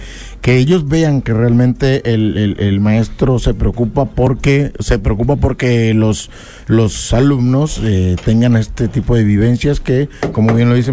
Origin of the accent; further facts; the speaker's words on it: Lerdo, Mexico; born there; moved away; Era la radio de ahí del Lerdo.